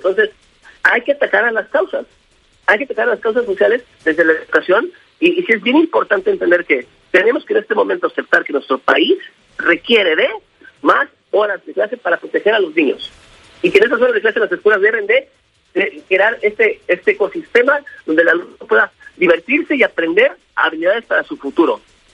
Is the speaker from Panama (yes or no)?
no; Mexico; nuestra responsabilidad civil como mexicanos es entender que nuestro contexto es muy complicado y complejo.